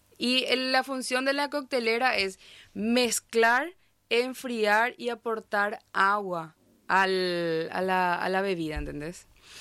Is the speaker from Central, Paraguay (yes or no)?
yes; Fernando de la Mora, Central, Paraguay; moved away as an adult; now in Brazil; De Asunción, soy de Fernando de la Mora, pero mi familia materna y mi mamá es de Pedro Juan. Es de ahí donde yo vi esa cultura de hablar tres idiomas en una oración.